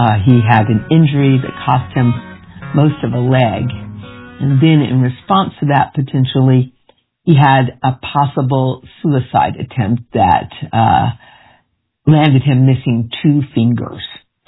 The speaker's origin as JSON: {"language": "English", "town": "Detroit", "region": "Michigan", "country": "United States", "tie": "born there", "said": "And when I was born in Detroit in 1959 … had a number one record on another"}